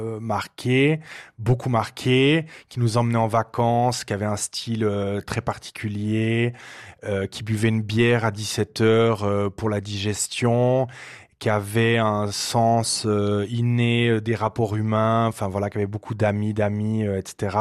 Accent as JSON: {"language": "French", "region": "Bern", "country": "Switzerland", "tie": "born there", "said": "Et donc, ma maman a dû accoucher à l'hôpital de Lille à Berne. Et donc, je suis né à Berne."}